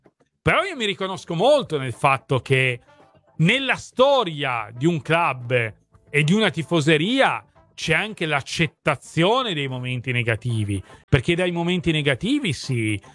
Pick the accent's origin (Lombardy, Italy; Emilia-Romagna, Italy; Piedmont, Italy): Piedmont, Italy; Turin; io sono di Torino, quindi se voglio vedere la Juve ci metto un quarto d'ora di macchina.